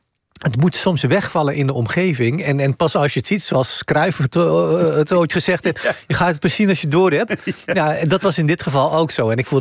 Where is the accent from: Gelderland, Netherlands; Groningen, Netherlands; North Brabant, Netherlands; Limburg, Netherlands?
North Brabant, Netherlands; Oudenbosch; Ikzelf ben in Oudenbosch opgegroeid, een klein dorpje in Brabant.